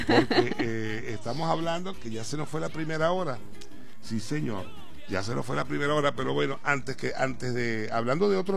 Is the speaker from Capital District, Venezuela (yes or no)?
no; Zulia, Venezuela; Cabimas, simple y llanamente, está en la costa oriental del lago, ella en el Zulia, mi tierra natal.